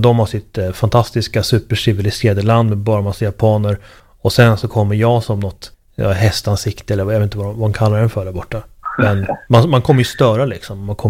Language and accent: Swedish; Sweden; som svensk så tror jag att man relativt enkelt kan ta sig in på den isländska arbetsmarknaden